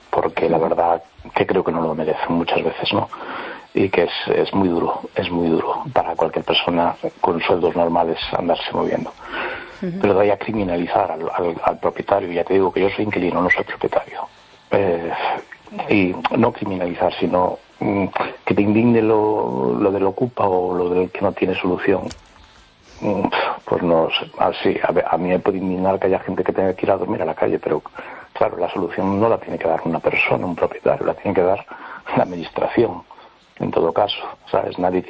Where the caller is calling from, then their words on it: A Coruña, Galicia, Spain; de Coruña.